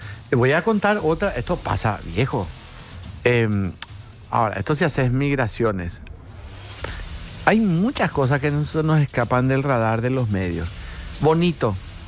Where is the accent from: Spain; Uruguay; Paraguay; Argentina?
Paraguay